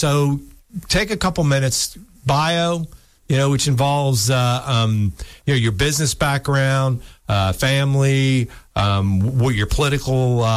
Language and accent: English; Florida, United States; now in North Florida, United States; I've been in North Florida since 89. I grew up in South Florida.